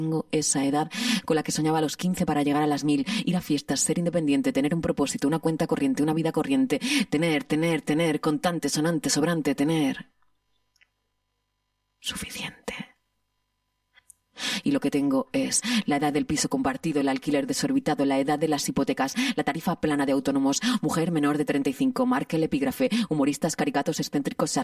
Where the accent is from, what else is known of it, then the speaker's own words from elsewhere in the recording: Region of Murcia, Spain; justo yo estaba en Murcia, porque yo soy de Murcia.